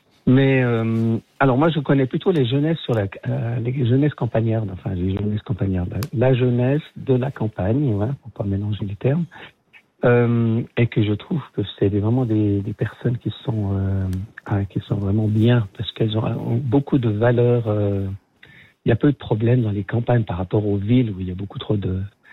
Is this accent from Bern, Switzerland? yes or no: no; Vaud, Switzerland; puisque je suis vaudois d'origine